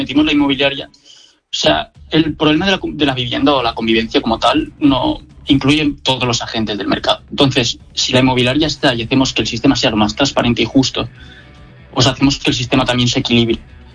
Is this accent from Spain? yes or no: yes; Alcoy, Valencian Community, Spain; moved away as an adult; now in Valencia, Spain; Somos de Alcoy, pero estamos estudiando los dos en Valencia, sí.